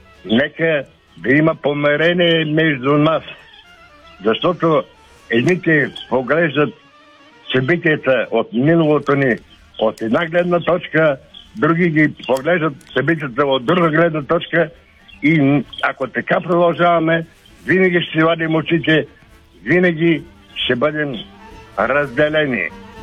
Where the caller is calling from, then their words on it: Sofia, Sofia City, Bulgaria; от София съм.